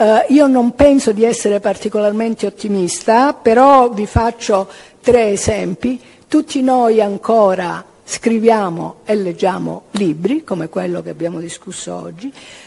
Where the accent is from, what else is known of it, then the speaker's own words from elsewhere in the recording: Calabria, Italy; Ora, siccome io, come quelli di voi che mi conoscono, sono calabrese